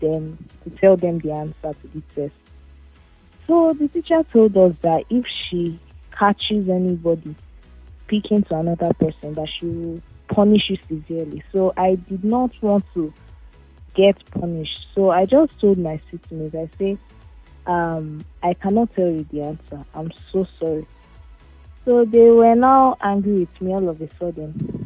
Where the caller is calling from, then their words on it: Abuja, Federal Capital Territory, Nigeria; From Abuja.